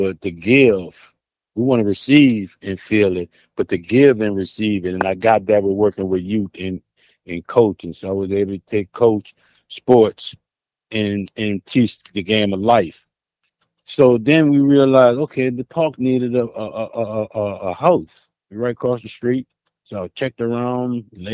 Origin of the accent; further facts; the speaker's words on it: New Orleans, Louisiana, United States; So I'm from the Ninth Ward. I'm a native from the Desire area. Grew up in the Desire, went to Moton, went to Dunn, went to Carver Middle, went to Carver Senior